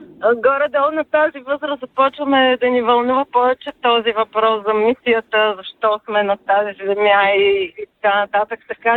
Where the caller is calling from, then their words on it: Gabrovo, Gabrovo Province, Bulgaria; съм от Габрово.